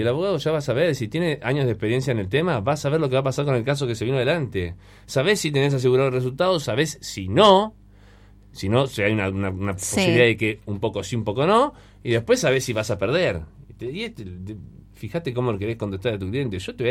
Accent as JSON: {"language": "Spanish", "town": "Ushuaia", "region": "Tierra del Fuego", "country": "Argentina", "tie": "born there", "said": "yo nací en Ushuaia"}